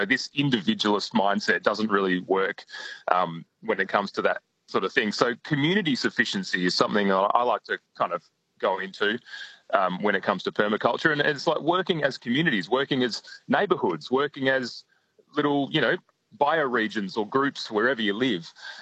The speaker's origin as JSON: {"language": "English", "town": "Denmark", "region": "Western Australia", "country": "Australia", "tie": "born or raised there", "said": "And, my hometown in Denmark, there's the Wallery, which is another sort of community that's been doing interesting stuff."}